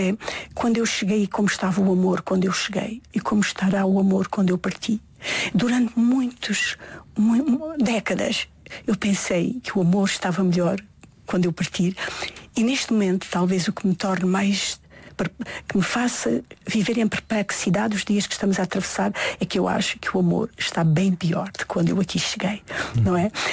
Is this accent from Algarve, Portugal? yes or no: yes; Algarve, Portugal; born there